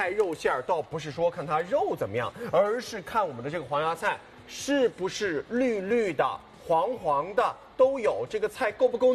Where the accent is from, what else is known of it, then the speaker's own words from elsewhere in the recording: Shanghai, China; 这个是咱们上海人喜欢的口感，